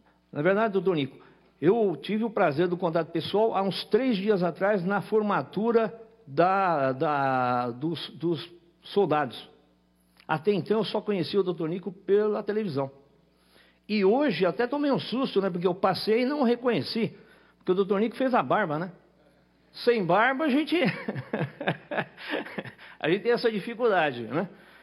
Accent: Mogi das Cruzes, São Paulo, Brazil; eu sou de Mogi

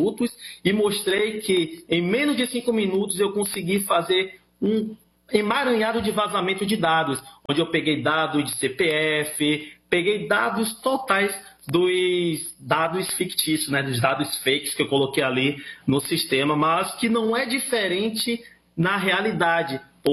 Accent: Salvador, Bahia, Brazil; Não, eu sou de Salvador, Salvador, Bahia.

